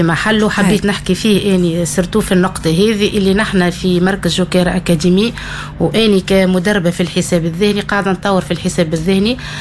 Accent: Tunisia; نحن كفريق تونسي وإني كمنسقة للفريق التونسي

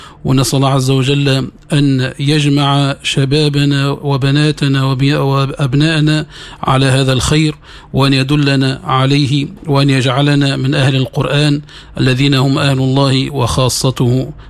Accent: Msaken, Sousse Governorate, Tunisia; في بلدتنا بلده مساكن الاشراف

